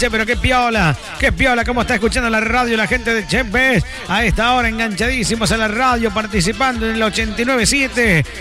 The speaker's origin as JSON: {"language": "Spanish", "town": "El Bolsón", "region": "Río Negro", "country": "Argentina", "said": "del Bolsón, me encanta la radio, qué bueno que son, re divertidos."}